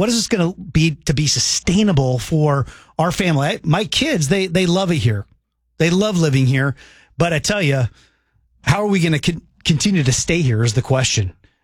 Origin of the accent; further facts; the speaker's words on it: Edmonds, Washington, United States; I grew up in Edmonds, and those of you who know Edmonds are like, oh man, Edmonds, that's a little hoity toity. But I was not an Edmonds Bowl person. I was a closer to Highway 99 Edmonds